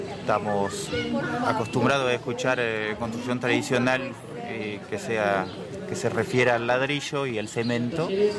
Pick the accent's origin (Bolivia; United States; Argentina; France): France; Yo que vengo de Francia, vemos construcciones en pie todavía, hechas de madera y barro, que tienen siglos y siglos.